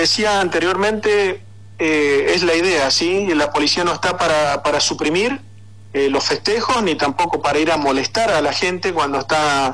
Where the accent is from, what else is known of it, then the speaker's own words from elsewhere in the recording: Paso de los Libres, Corrientes, Argentina; conterráneo mío, porque los dos somos correntinos, de Paso de los Libres